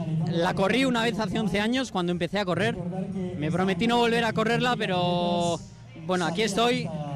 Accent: Vitoria, Basque Country, Spain; Yo soy de Vitoria, entonces ya me sabía un poco el recorrido

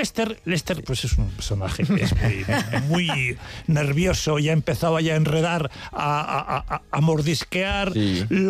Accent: Bilbao, Basque Country, Spain; now in San Sebastián, Spain; mi familia y yo también éramos o somos de Bilbao, éramos de Bilbao, porque vivo aquí en Donosti, pero toda mi familia es de allí.

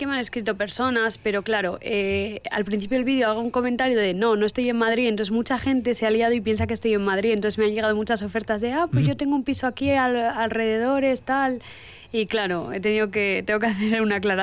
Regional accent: Morocco; now in Vitoria-Gasteiz, Spain; soy marroquí

